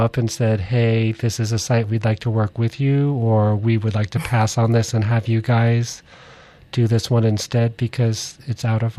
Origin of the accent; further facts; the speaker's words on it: East Bay, California, United States; I grew up in the East Bay and there's shell mounds.